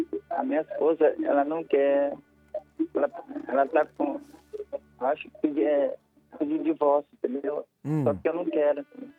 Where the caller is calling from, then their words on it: São Luís, Maranhão, Brazil; São Luís, Maranhão.